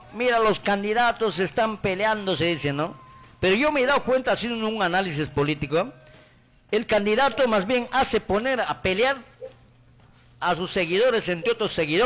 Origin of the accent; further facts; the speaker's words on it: Aguaytía, Ucayali, Peru; tengo que hacer recordar a mi pueblo, porque estimo mi Aguaití, estimo mi ciudad